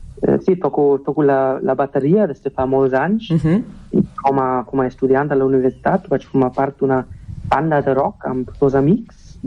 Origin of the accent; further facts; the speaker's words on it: Erlangen, Bavaria, Germany; Catalan is a second language; vaig néixer i créixer a Erlangen, una ciutat al sud d'Alemanya, a la regió de Franconia. És molt a prop de Nuremberg, que és la ciutat més coneguda d'aquesta zona. Vaig créixer als afores, així que sempre vaig estar al voltant de la natura.